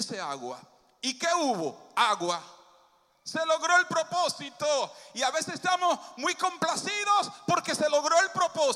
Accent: Dominican Republic

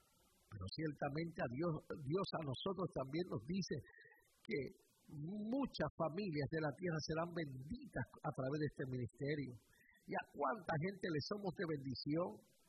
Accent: Puerto Rico; moved away as an adult; now in New York, United States; cuando vine de Puerto Rico para acá, tenía 17, 18 años

